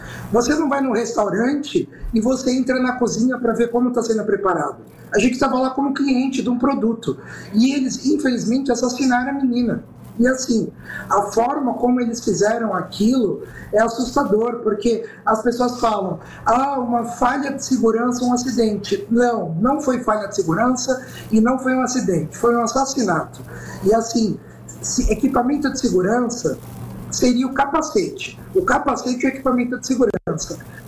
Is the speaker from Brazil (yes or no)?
yes; Brazil; Eu sou do litoral, aqui da Baixada.